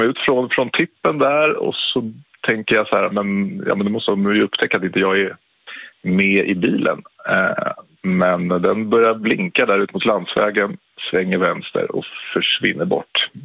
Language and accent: Swedish; Täby, Stockholm County, Sweden; Jo, men det här utspelar sig när jag var 18 år 1998 och bodde i Täby där jag växte upp.